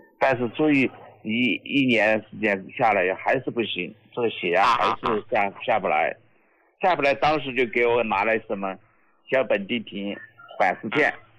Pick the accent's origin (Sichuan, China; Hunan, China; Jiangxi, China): Sichuan, China; Jintang; 我来自四川成都金堂县的，也是一个农民。